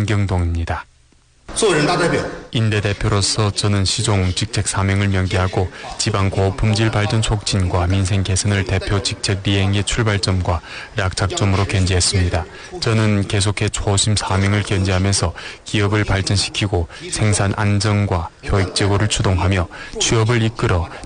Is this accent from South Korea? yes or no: no; Helong, Jilin, China; 저는 화룡 사람입니다. 대학을 졸업하고 나서 큰 도시로 가지 않고 화룡에 돌아와 윤동 목업연회사에 입사해 마음 편히 출근했습니다.